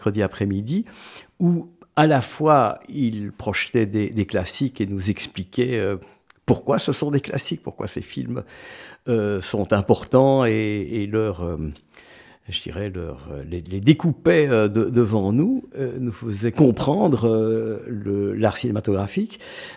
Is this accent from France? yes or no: no; Schaerbeek, Brussels-Capital Region, Belgium; Je suis né à Schaarbeek. Et donc, j'ai passé à peu près les 15 premières années de ma vie dans cette commune, très pittoresque, en tout cas dans mon souvenir, de l'agglomération bruxelloise.